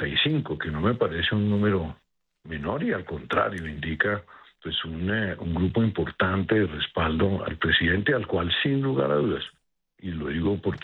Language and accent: Spanish; Colombia; tenemos el talante como colombianos para salir de este legado oscuro, triste y de violencia y de corrupción